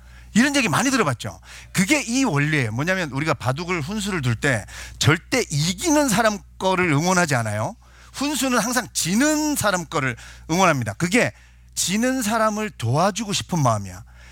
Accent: Sangju, North Gyeongsang, South Korea; 제 고향이 경북 상주예요. 근데 상주 축협에서 저를 이제 강사로 초빙을 한 거예요.

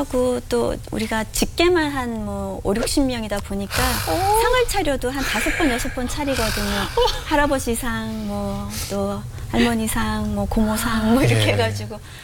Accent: Seoul, South Korea; moved away; also born or lived in Japan; 부산이 아니에요. 저는 서울이고.

